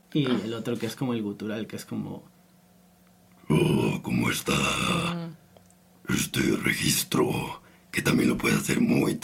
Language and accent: Spanish; Mexico; como que crecí moviéndome mucho en México y pues como que igual pues me marcó lo mismo